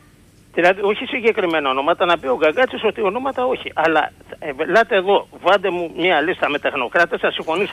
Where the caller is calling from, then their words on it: Piraeus, Attica, Greece; από Πειραιά.